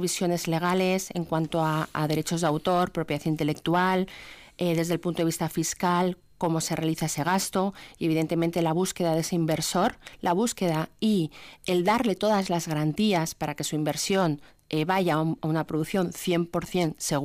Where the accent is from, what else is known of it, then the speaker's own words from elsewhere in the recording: Madrid, Community of Madrid, Spain; now in Basque Country, Spain; Yo soy de Madrid, yo aquí mucho tiempo